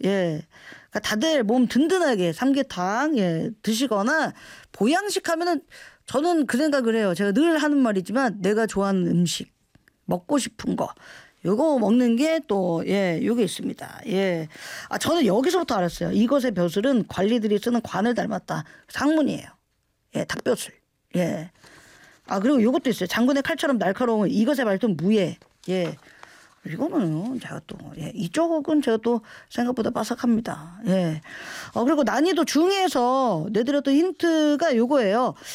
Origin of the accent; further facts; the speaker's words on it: Daegu, South Korea; 저 대구예요. 예. 치킨의 고장.